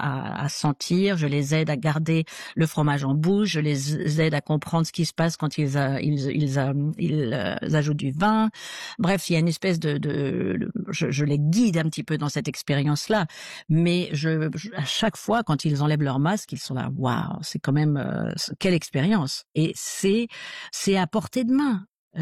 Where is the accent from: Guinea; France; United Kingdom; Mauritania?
France; now in Adelaide, Australia; nous on est français